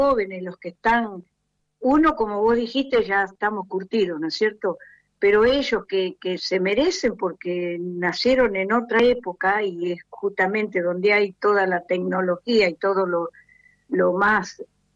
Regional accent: Lobería, Buenos Aires Province, Argentina; born there; es como cuando yo era chica, yo nací en Lobería.

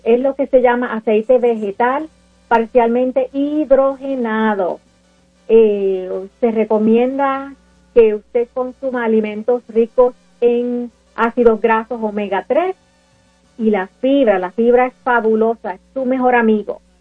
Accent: Puerto Rico; Yo en mi diario vivir, mi comida, hay elementos de donde yo soy, Puerto Rico.

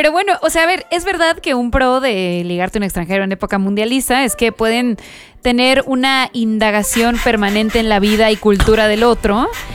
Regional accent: Mexico; todos creo yo en este momento nos sentimos más mexicanos que nunca.

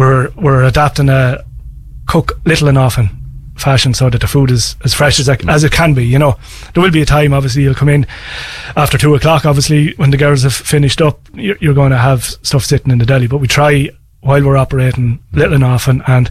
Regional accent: Ireland; I'm in this parish all my life, so I've always considered myself, you know, I'm Killoran, yes. And when you put on a GAA jersey, you are a Killoran and you battle, but I'm from Killy. I'm living in Killy now

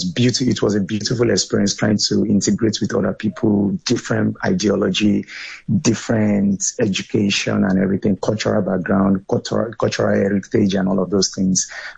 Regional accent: Lagos, Nigeria; also born or lived in Kwara State, Nigeria; I'm from Kwara State, but I also live all my life in Lagos.

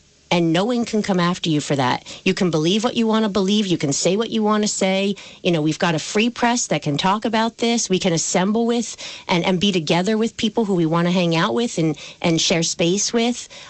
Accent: Pennsylvania, United States; moved away; I grew up in Pennsylvania near Valley Forge, but my family's from North Shore, sort of Beverly area

